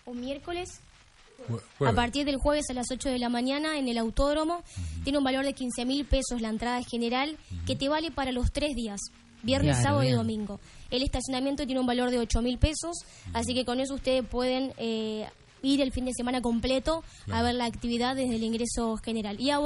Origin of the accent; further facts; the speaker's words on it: Concordia, Entre Ríos, Argentina; Yo me crecí mirando los domingos, comiendo asados en el autódromo. Soy entrerriana, soy de Concordia.